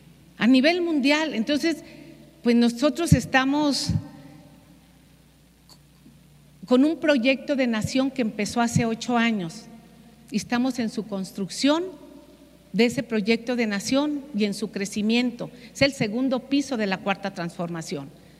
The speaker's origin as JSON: {"language": "Spanish", "country": "Mexico", "said": "Y yo soy mexicana."}